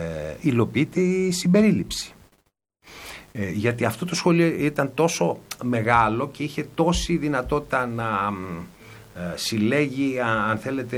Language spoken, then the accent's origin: Greek; Greece; ως Έλληνες